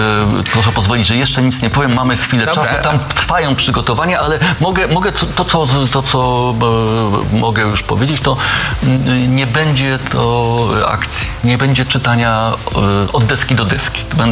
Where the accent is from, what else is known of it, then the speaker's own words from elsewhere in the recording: Kraków, Lesser Poland, Poland; Nie z południa, z Krakowa. No nie, jestem z Pufcia Zwierzynieckiego, z Krakowa, no jasne.